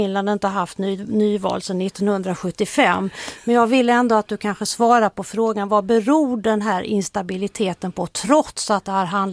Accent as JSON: {"language": "Swedish", "country": "Sweden", "said": "För mig som svensk"}